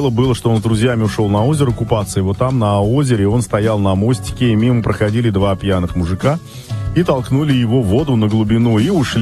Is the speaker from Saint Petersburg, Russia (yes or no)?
no; Stavropol Krai, Russia; Я выросла в Ставропольском крае. И плавать мы научились в реке Кума.